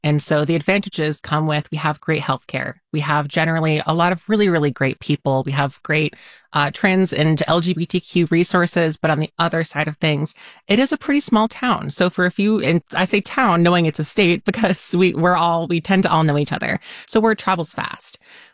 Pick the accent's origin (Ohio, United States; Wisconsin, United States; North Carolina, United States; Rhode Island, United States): Rhode Island, United States; Richmond; I'm born and raised in Rhode Island. I went to Cherahoe High School, middle school, and I grew up in Richmond, Rhode Island, in a small farming town. And I am currently still residing in Rhode Island.